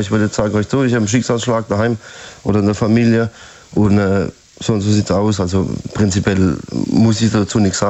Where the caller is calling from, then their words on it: Karlsruhe, Baden-Württemberg, Germany; Hi, ich bin von Karlsruhe.